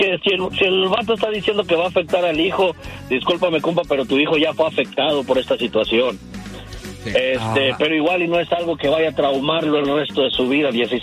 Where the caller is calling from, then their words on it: Stockton, California, United States; de Stockton